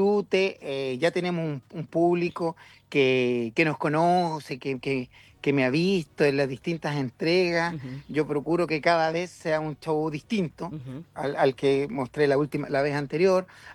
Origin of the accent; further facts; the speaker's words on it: southern Chile, Chile; yo más encima soy